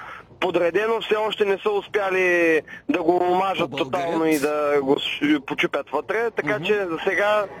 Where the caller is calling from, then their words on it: Haskovo, Haskovo Province, Bulgaria; съм от Хасково, в момента се намирам в доктор Йосифово